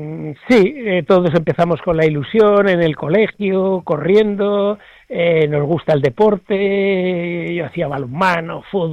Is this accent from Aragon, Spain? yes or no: yes; Huesca, Aragon, Spain; born there; Todo lo que sea de mi tierra, de Huesca, de Aragón, pues estoy disponible para colaborar en todo.